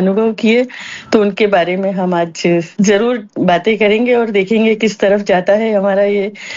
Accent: Rajasthan, India; हाँ, तो मेरे जो पापा थे वो रेलवे में स्टेशन मास्टर थे, तो मेरा बचपन राजस्थान में ही छोटे रेलवे स्टेशन पे बीता, 7th स्टैंडर्ड तक।

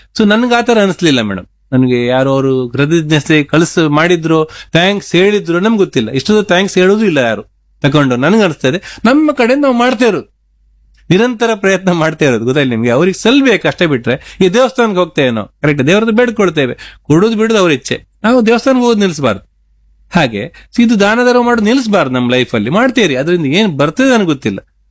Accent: Nekinakatte, Karnataka, India; ನನ್ನ ಊರು ನೇಕಿನಕಟ್ಟೆ, ನಮ್ಮನೆ ಶಾಲೆಗೆ ಗ್ರೀನ್ ಬೋರ್ಡ್ ಕಂಪ್ಯೂಟರ್ಸ್ ಎಲ್ಲ ನನ್ನ ಶಾಲೆಗೆ ಕೊಟ್ಟಿದ್ದೇನೆ.

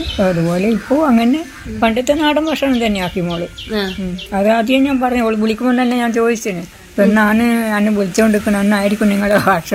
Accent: Kerala, India; born there; also born or lived in Perumbachal

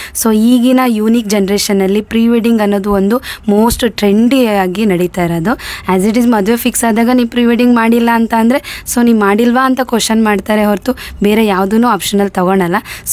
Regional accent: Muttinakoppa, Karnataka, India; moved away as an adult; now in Shivamogga, India; ನಾನು ಬಂದ್ಬಿಟ್ಟು N R ಪುರ ಅಂತ, ಮುತ್ತಿನಕೊಪ್ಪ ನಮ್ಮ ನೇಟಿವು, ನನ್ನ ತವ್ರ ಮನೆ. ನನ್ನ ಮ್ಯಾರೇಜ್ ಶಿವಮೊಗ್ಗದಲ್ಲಿ ಮಾಡಿಕೊಟ್ರು. ಸೊ ಅವಾಗಿಂದ ಇಲ್ಲೇ ಶಿವಮೊಗ್ಗದಲ್ಲೇ ಸ್ಟೇ ಆಗಿದ್ದೀನಿ.

